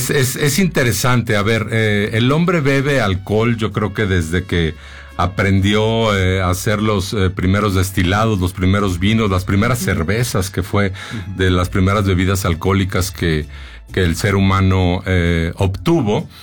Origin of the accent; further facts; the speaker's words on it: Guadalajara, Jalisco, Mexico; now in Monterrey, Mexico; Yo soy originario de Guadalajara.